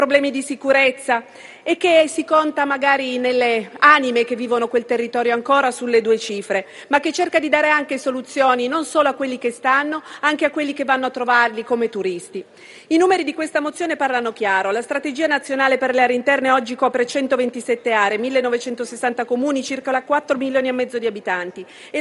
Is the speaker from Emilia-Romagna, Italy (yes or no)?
no; Cuneo, Piedmont, Italy; E lo dico da piemontese, da cuneese, questa legge raccoglie e porta a livello nazionale lo spirito della legge Carlotto, la legge regionale del Piemonte